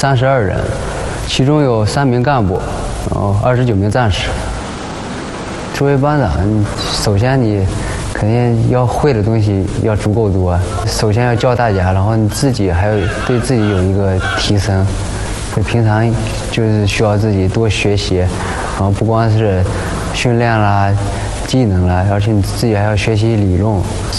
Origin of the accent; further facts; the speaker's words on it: Changzhi, Shanxi, China; moved away; 我来自山西长治，现在在科创城消防救援站担任战斗三班班长一职。